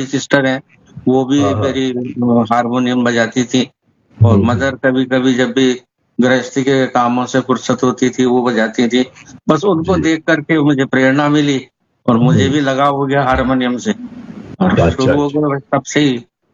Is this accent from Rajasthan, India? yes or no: yes; Kota, Rajasthan, India; यहाँ तक कि मैं जहाँ से बिलोंग करता हूँ लाड़पुरा से, लाड़पुरा कोटा से